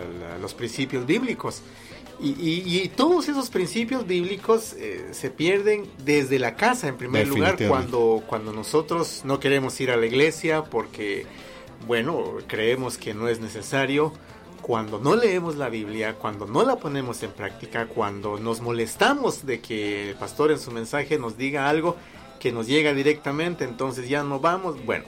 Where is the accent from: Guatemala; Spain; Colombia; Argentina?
Guatemala; como soy ciudadano guatemalteco, tengo derecho de votar